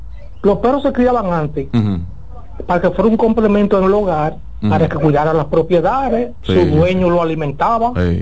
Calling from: Cotuí, Sánchez Ramírez, Dominican Republic

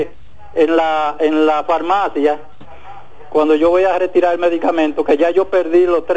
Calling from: Dominican Republic; Buenos días, le habla … del Sánchez Quisqueya.

